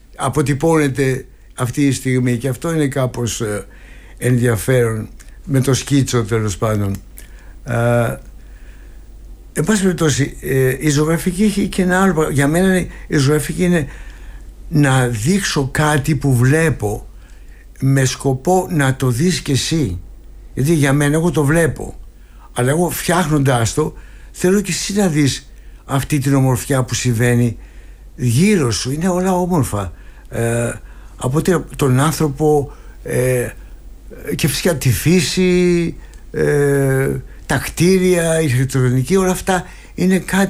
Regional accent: Athens, Attica, Greece; moved away; γεννήθηκα και μεγάλωσα στο Παγκράτη και ξαναγύρισα και πήρα ένα διαμέρισμα πάλι στο Παγκράτη.

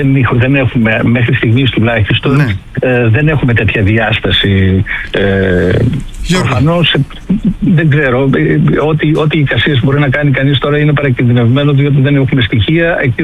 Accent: Greece; now in Germany; εμείς ως Έλληνες

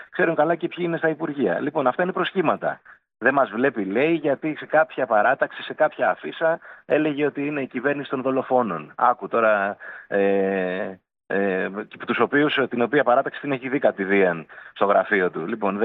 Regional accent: Kalamata, Peloponnese, Greece; moved away; Εγώ το νοσοκομείο της Καλαμάτας το ξέρω καλύτερα από το σπίτι μου. Γιατί έχω δουλέψει, γιατί είναι η πατρίδα μου, γιατί μένουν οι γονείς μου και η οικογένειά μου εκεί.

